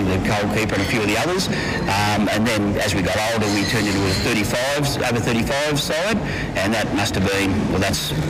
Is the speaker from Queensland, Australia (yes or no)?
no; Sydney, New South Wales, Australia; also born or lived in Sutherland; I grew up at Rockdale, went to Rockdale Primary School, and I went to Hurstville Boys High.